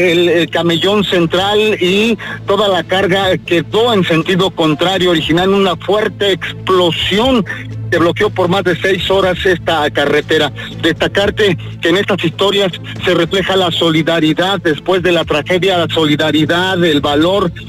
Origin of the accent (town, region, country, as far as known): Mexico